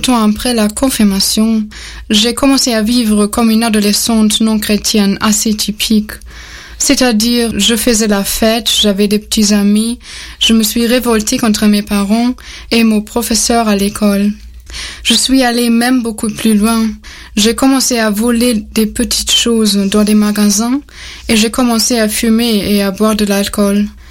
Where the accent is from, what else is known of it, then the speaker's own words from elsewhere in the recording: Germany; moved away; Oui, alors, j'ai grandi en Allemagne dans une famille de tradition protestante.